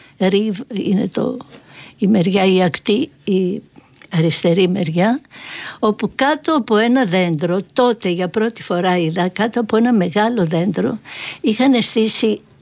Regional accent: Kalavryta, Western Greece, Greece; στο χωριό μου πριν από 3-4 χρόνια. Είναι στα Καλάβρητα, έξω από τα Καλάβρητα.

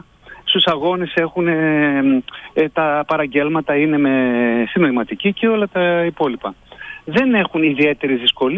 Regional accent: Thessaloniki, Central Macedonia, Greece; Εγώ είμαι από Θεσσαλονίκη. Η καταγωγή του πατέρα μου είναι από Σέρες.

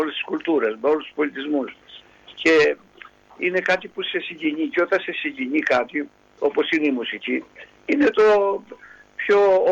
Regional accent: Anogeia, Crete, Greece; Και ξέρετε και ένα περιβάλλον που μεγάλωσα εδώ στα Νόγια, ήταν ιδιαίτερο.

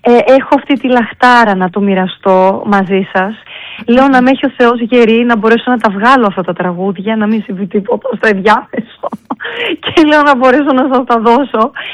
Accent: Crete, Greece; moved away; ήταν Κομόπολη το μέρος που μεγάλωσα στην Κρήτη.

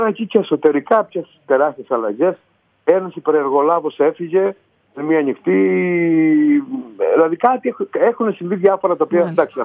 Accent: Crete, Greece

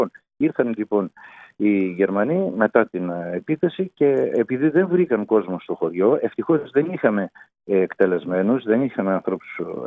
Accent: Peloponnese, Greece; έκαψαν τα χωριά μας.

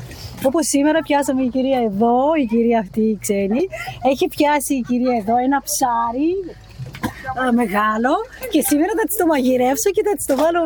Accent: Romania; Greek is a second language; now in Greece; Είμαι ξένη, είμαι από Ρουμανία.

